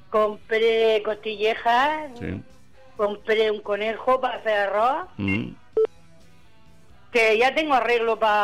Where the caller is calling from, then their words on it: Murcia, Region of Murcia, Spain; yo soy de Sangonera la Seca.